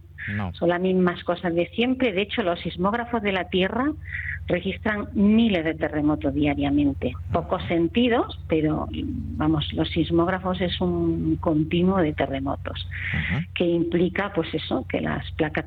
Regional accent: Granada, Andalusia, Spain; yo soy granadina y ahora mismo os estoy hablando desde la zona epicentral.

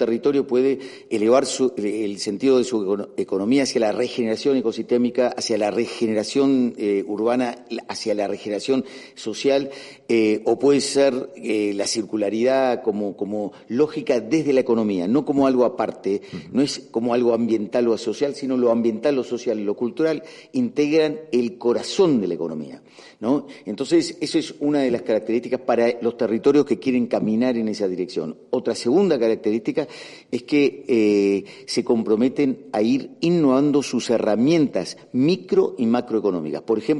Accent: Argentina; yo soy argentino, se nota, ¿no?

